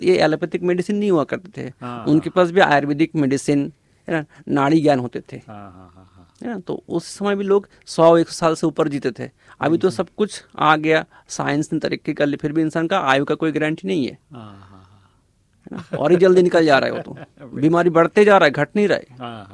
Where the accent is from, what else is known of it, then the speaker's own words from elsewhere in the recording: Kolkata, West Bengal, India; मैं एक्चुअली कलकत्ता से बिलोंग करता हूँ मैं